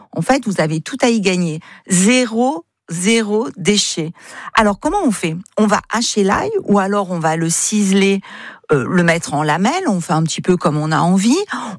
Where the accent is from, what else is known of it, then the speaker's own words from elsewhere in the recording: Occitanie, France; Il faut rappeler qu'en fait, chez nous, en Occitanie, on a 3 eaux remarquables.